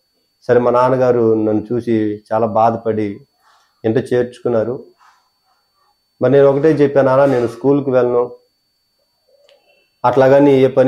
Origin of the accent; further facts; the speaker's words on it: Andhra Pradesh, India; born there; సాయంత్రం 7 దాటిన తర్వాత సంజీవ్ నగర్ రమ్మంటే ఆటో వాళ్ళు రిక్షా వాళ్ళు వచ్చేవారు కాదు. అంత భయంకరంగా మా ప్రాంతము ఉండేది.